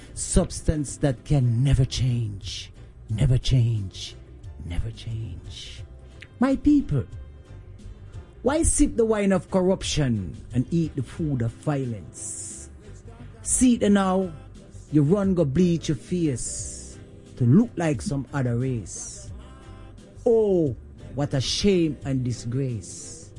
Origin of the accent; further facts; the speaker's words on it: Saint Thomas Parish, Jamaica; growing up in Jamaica, you know, I always have to say this, in a bad St. Thomas, Jamaica, where I and I raised and grew up, you know, on a cultural aspect.